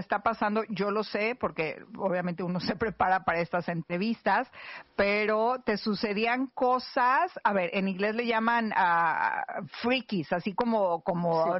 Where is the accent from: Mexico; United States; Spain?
Mexico; yo como mexicana